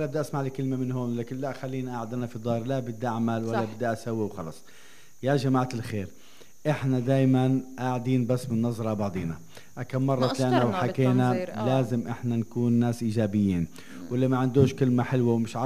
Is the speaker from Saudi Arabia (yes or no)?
no; Nablus, West Bank, Palestine; مش والله إحنا لما نطلع من نابلس نقول شوفوا إذا هاي قرية صغيرة